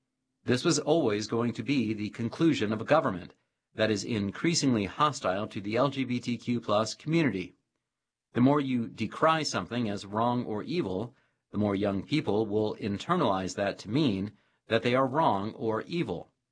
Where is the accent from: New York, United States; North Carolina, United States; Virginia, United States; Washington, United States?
North Carolina, United States; I never thought I'd see gay marriage legalized in North Carolina, my home state.